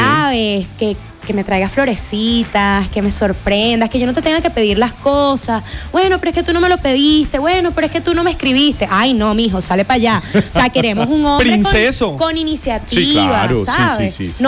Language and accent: Spanish; Venezuela; como venezolana, nosotros somos muy merengueros.